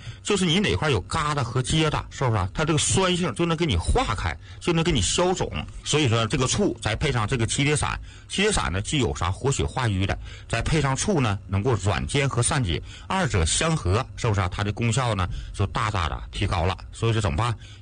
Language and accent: Chinese; Shanxi, China; 咱们山西人都愿喝醋